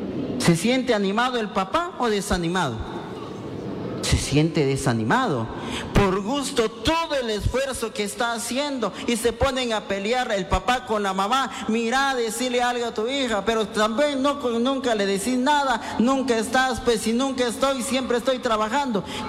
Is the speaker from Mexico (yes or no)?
no; Patzún, Chimaltenango, Guatemala; Yo soy de Pasún, Chimaltenango.